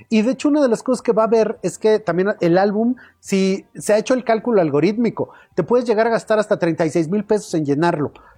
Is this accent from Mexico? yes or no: yes; Mexico; los mexicanos